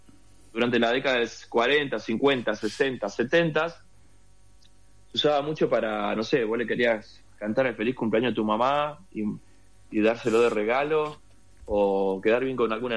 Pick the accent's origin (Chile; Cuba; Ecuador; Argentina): Argentina; born there; Y yo nací acá, soy argentino, pero mi familia toda es uruguaya. Y nada, me crié escuchando música uruguaya.